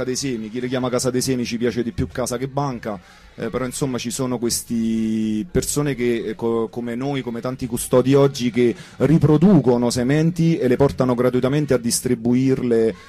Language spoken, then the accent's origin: Italian; Campania, Italy; io vengo dalla provincia di Salerno